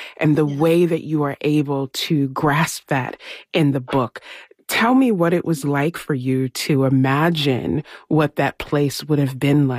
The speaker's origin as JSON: {"language": "English", "region": "Virginia", "country": "United States", "tie": "born or raised there", "said": "You base this book in my home state of Virginia"}